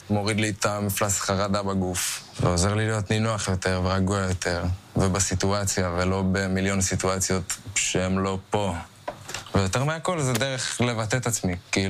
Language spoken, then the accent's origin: Hebrew; Kfar Saba, Central District, Israel; מכפר סבא, עיר מולדתי.